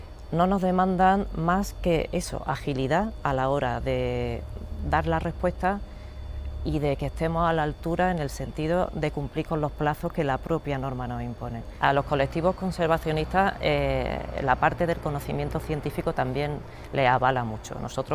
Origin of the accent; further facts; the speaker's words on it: Pozo Alcón, Andalusia, Spain; yo soy de Jaén, soy de Pozo Alcón, soy poceña